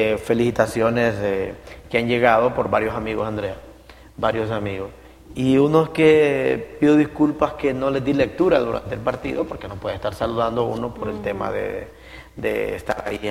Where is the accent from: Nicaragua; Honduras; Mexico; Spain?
Honduras; como hondureño, todo hondureño.